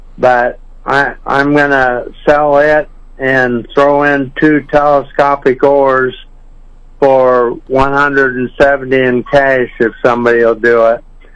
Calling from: Marshall, Missouri, United States; Yeah, I'm from Marshall.

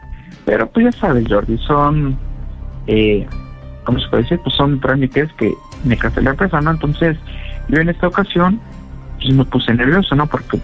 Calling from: Puebla, Mexico; soy del estado de aquí de Puebla y prácticamente tengo lo que son 28 años de edad, recién cumplidos.

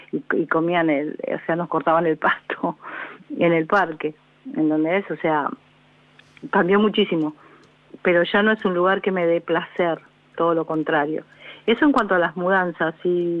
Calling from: Mar del Plata, Buenos Aires Province, Argentina; Yo llamo desde Mar del Plata

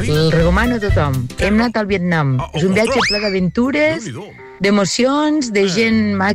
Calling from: Lleida, Catalonia, Spain; de Lleida.

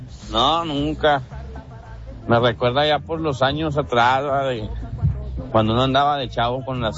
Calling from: General Escobedo, Nuevo León, Mexico; de Escobedo.

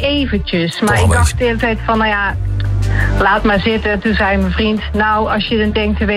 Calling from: Nieuwland, Netherlands; Ik bel vanuit Nieuwland.

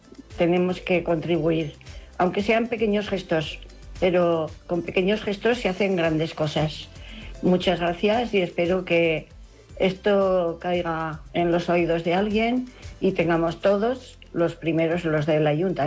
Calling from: Zaragoza, Aragon, Spain; de Zaragoza, que alguna vez he llamado por el tema de colillas

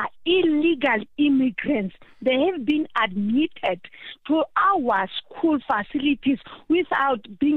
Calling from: Bloemfontein, Free State, South Africa; I'm speaking. I'm here from Bloemfontein.

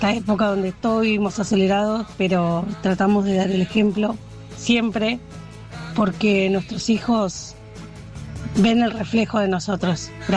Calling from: Merlo, Buenos Aires Province, Argentina; de Merlo.

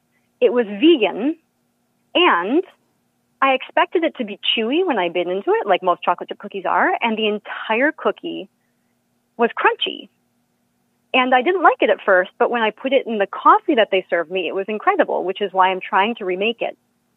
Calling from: Madison, Wisconsin, United States; I'm calling from Madison, Wisconsin.

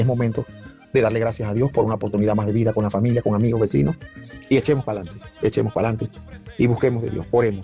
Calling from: Panama; como panameños que somos

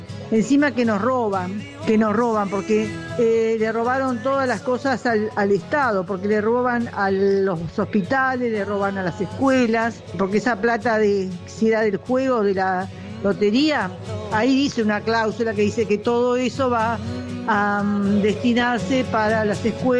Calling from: San Antonio de Padua, Buenos Aires Province, Argentina

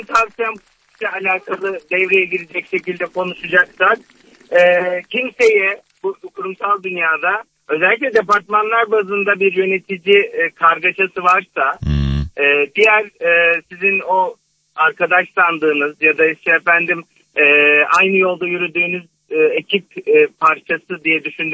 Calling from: Istanbul, Turkey; İstanbul'dan arıyorum.

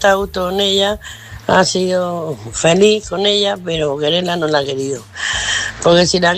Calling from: Murcia, Region of Murcia, Spain; de Murcia

